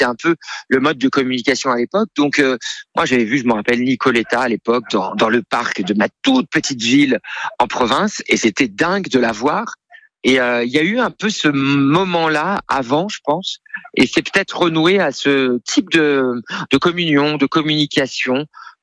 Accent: Portugal; Je suis portugais

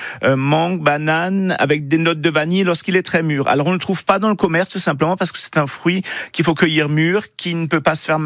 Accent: Grand Est, France; chez nous en Alsace

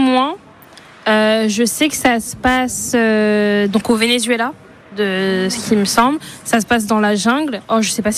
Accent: Tours, Centre-Val de Loire, France; je viens de Tours.

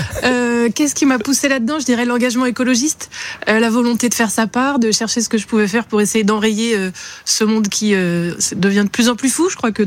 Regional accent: Île-de-France, France; je viens de Seine-Saint-Denis et les 25 premières années de ma vie, j'ai pas vraiment vu de terreau.

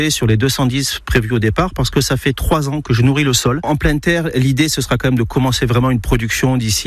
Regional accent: Arcachon, Nouvelle-Aquitaine, France; born there; j'ai 53 ans, je suis né à Arcachon, je vis toujours sur le bassin.

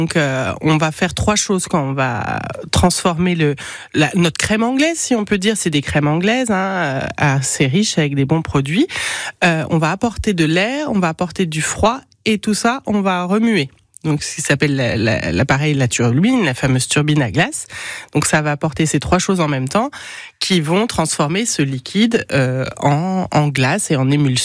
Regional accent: Bourgogne-Franche-Comté, France; moved away as an adult; Et il me tenait à cœur de revenir dans ma région d'origine.

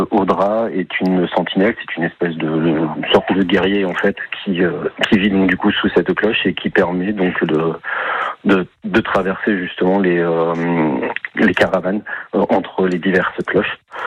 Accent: Hauts-de-France, France; Donc moi je suis natif du Pas-de-Calais et ma femme a vécu donc son enfance à Bayonne

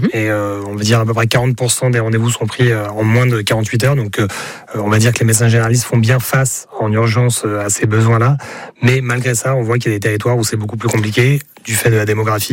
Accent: Hauts-de-France, France; alors moi je viens de Picardie, de l'Aisne par exemple, les dans l'Aisne à Saint-Quentin

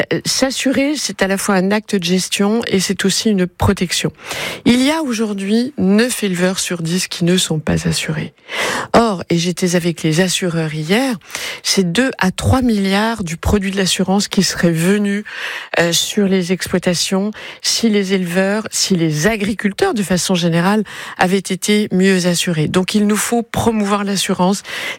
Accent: Bourgogne-Franche-Comté, France; Pas plus que chez moi, dans le Haut-Doubs, dans le massif du Jura, nous ne sommes habitués à cela.

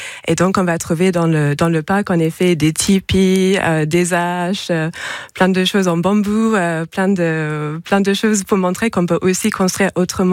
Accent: West Midlands, United Kingdom; French is a second language; now in France; Moi, je suis britannique, je viens d'à côté de Birmingham, même si ça fait maintenant pas mal de temps que je suis en France.

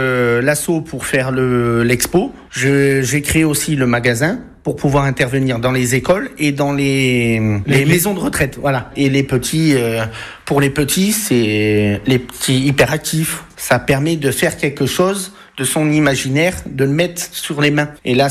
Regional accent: Wallonia, Belgium; J'avais 8 ans, j'habitais au fin fond des Ardennes belges. Moi, je suis originaire de Anzinel, en Belgique. Donc, j'ai grandi grâce à ce petit véhicule-là.

